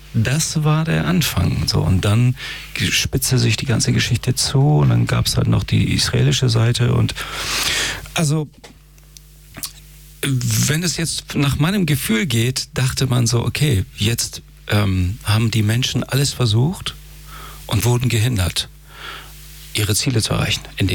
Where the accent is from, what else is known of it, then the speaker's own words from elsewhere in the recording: Iran; so als Iraner kriegst du das in erster Linie